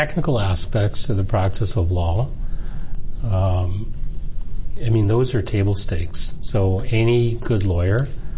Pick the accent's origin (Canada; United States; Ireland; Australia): Canada; Toronto, Ontario; I love Toronto. It is my hometown. I think it's, for me, the greatest city in the world.